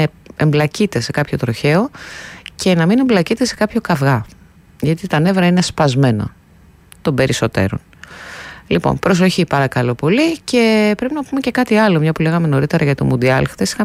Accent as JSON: {"language": "Greek", "region": "Central Macedonia", "country": "Greece", "said": "στην πατρίδα μου πάνω στη Χαλκιδική είχαμε σοβαρά τροχαία"}